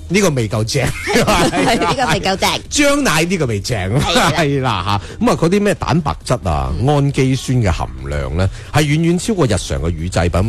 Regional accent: Guangdong, China; 我哋老广

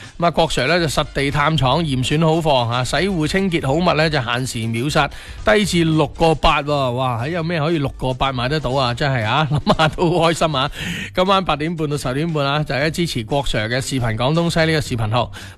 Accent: Guangdong, China

